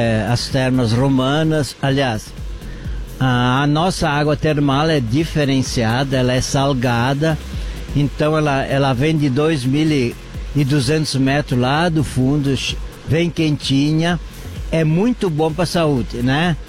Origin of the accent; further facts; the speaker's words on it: Gramado, Rio Grande do Sul, Brazil; sou natural de Gramado, interior de Gramado.